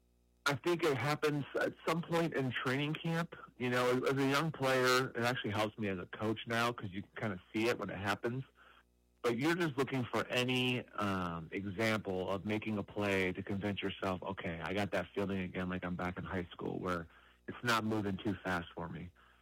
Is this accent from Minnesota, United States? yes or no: yes; Minnesota, United States; moved away as an adult; growing up in Minnesota, you didn't really have an option. You played hockey in the winter